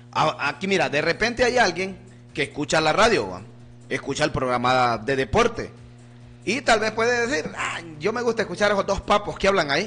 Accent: Talanga, Francisco Morazán, Honduras; talangueño y conozco a todos los... Aquí nadie me va a dar casaca a mí porque yo soy nacido y creado aquí en Talanga. Aquí por todas las calles de Talanga yo las conozco

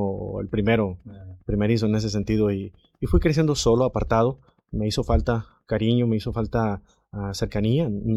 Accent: Sinaloa, Mexico; born there; Nací en Sinaloa, México.

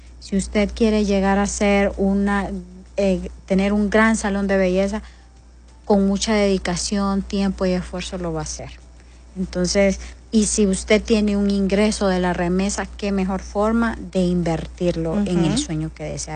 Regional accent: Honduras; nosotros como hondureños, como sociedad, tenemos que ser agradecidos.

